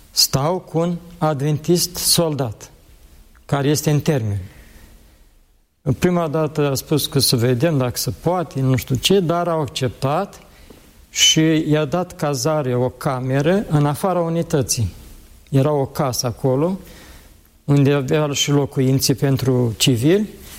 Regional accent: Moldavia, Romania; Și eram din Moldova și Moldova e renumită în ce privește prepararea bucatelor.

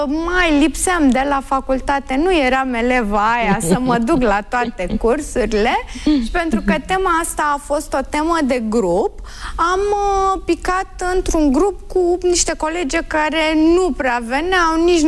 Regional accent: Aluniș, Prahova, Romania; moved away as an adult; erau foarte puține mașini în copilăria mea în Alunii și e un sat mioritic, un sat care își mai păstrează încă atmosfera aceea.

